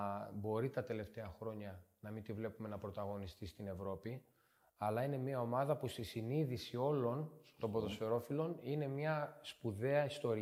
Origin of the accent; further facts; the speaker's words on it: Strymoniko, Central Macedonia, Greece; Στο χωριό μου, στο Στριμονικό, μέχρι τα 16 μου. Εκεί ξεκίνησα από μικρό παιδάκι.